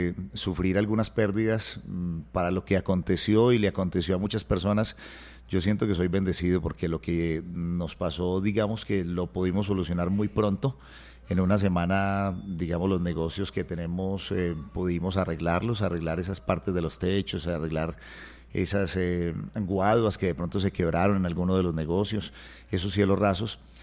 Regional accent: Pereira, Risaralda, Colombia; como pereiranos, como colombianos.

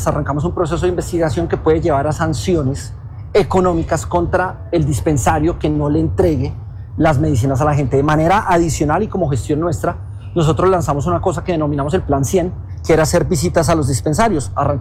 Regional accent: Colombia; nosotros como colombianos ya les pagamos

